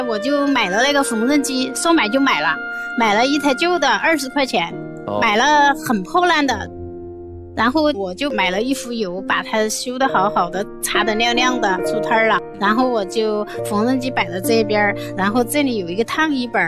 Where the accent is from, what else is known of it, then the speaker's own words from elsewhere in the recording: Nanchong, Sichuan, China; 我老家是南充的，那个时候家里条件不好